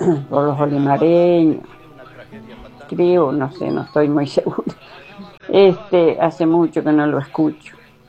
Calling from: Centenario, Uruguay; del Centenario.

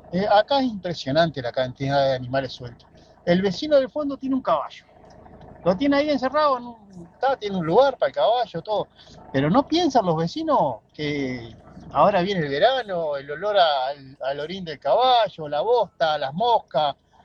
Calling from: Paso Carrasco, Canelones, Uruguay; soy … de Paso Carrasco.

